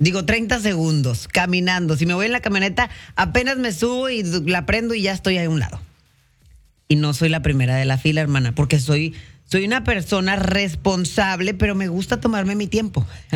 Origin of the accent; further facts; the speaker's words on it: Monterrey, Nuevo León, Mexico; moved away as an adult; also born or lived in United States (birthplace); now in United States; Cuando yo llegué a este país, yo nací aquí, pero me crié en México. Hasta mis 20 y tantos años viví en Monterrey. Cuando me vine para acá